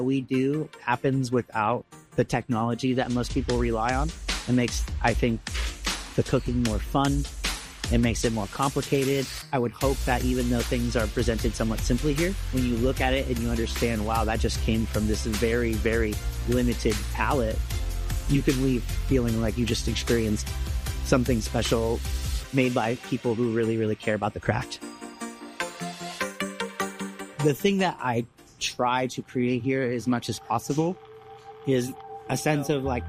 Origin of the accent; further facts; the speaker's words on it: San Antonio, Texas, United States; I'm from San Antonio, grew up in largely Latin neighborhoods. The earliest smells I remember are like smoking from a barbecue pit or menudo from my friend's grandma.